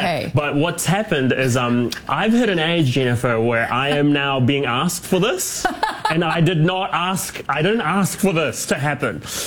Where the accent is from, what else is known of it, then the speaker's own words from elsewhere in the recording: New Zealand; moved away as an adult; now in Toronto, Canada; I think we have similar sensibilities growing up in New Zealand and Canada.